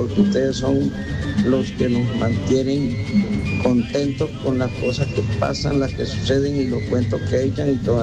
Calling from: Colombia; Resido aquí en el barrio La Granja, en la diagonal 4 de 089

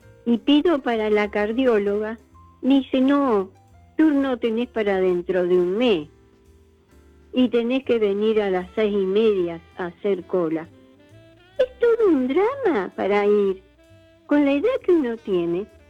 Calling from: San Miguel, Argentina; Yo soy de San Miguel.

